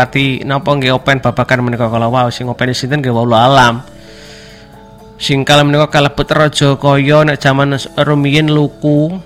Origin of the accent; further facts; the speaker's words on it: Java, Indonesia; Nek kula tiyang Jawa ki remene basa Jawa nge.